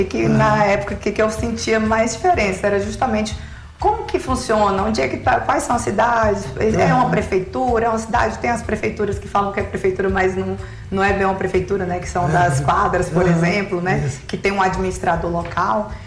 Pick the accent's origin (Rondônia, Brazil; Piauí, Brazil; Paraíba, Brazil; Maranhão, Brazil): Piauí, Brazil; moved away as an adult; now in Brasília, Brazil; eu sou do Piauí. Uhum. Formei na Estadual do Piauí e logo que formei já vim para Brasília.